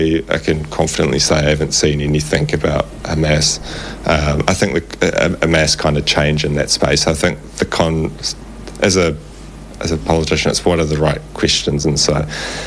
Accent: New Zealand

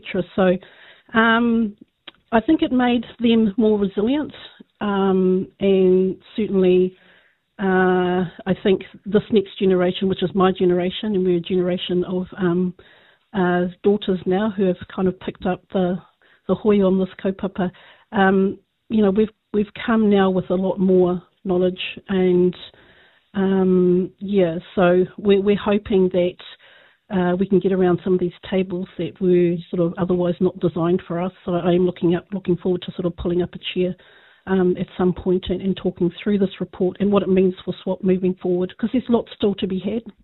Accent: Whakatāne, Bay of Plenty, New Zealand; So growing up in Whakatāne, I was surrounded by the workers and whānau

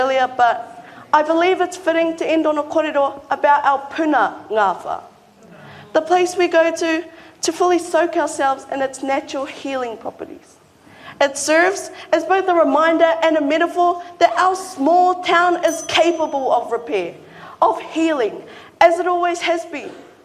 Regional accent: Kaikohe, Northland, New Zealand; my hometown of Kaikohe.

